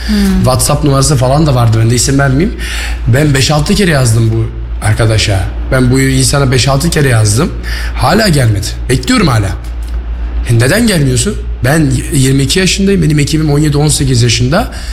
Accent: Kayseri, Turkey; Yani ben Kayseri'nin evladıyım. Ben burada büyümüşüm. Ben bu okullarda büyümüşüm.

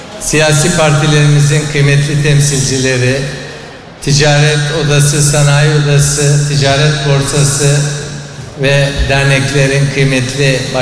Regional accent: Istanbul, Turkey; Ben aslen Konyalı olmakla beraber İstanbul'da doğmuş büyümüş bir kardeşinizim.

